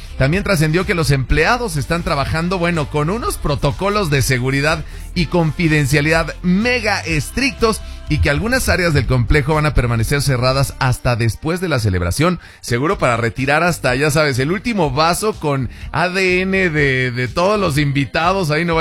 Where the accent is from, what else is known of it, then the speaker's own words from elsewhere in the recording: Mexico; Ya, siendo mexicano es así, pobre...